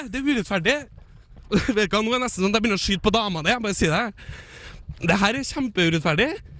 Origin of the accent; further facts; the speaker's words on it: Trøndelag, Norway; som trønder